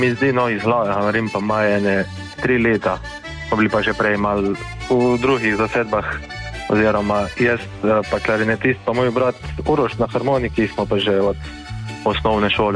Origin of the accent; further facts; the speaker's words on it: Cerkno, Primorska, Slovenia; accent: Rovte dialect; Crklani prihajamo iz Cerkve, to bom ene kraj na severnem Primorskem, v bližini Horenske, rovtarsko narečje, vsi smo z ene niste občine, občine Cerkno, nas zamešuje za Cerkanca, tudi za Crkle na Horenskem nas zamešajo, tako da ampak smo ponosni severno Primorci.